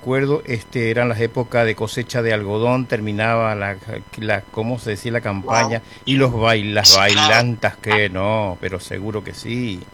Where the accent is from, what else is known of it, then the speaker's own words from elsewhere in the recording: Colonia Santa Elena, Chaco, Argentina; moved away; Yo vivía. Yo soy de Colonia Santa Elena, Chaco.